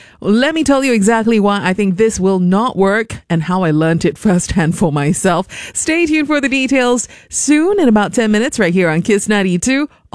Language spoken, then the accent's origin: English; Singapore; And I say it as a Singaporean, okay?